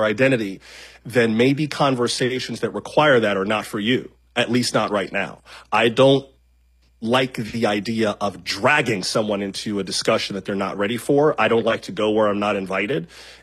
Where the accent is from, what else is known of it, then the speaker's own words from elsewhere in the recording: Florida, United States; Yeah, and I grew up in South Florida. I'm from Palm Beach County